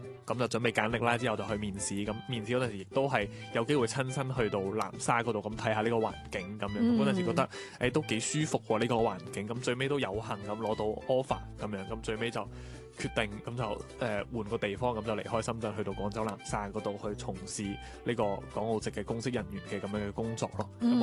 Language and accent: Cantonese; Hong Kong; moved away as an adult; now in Nansha, China; 作為一個香港人、香港青年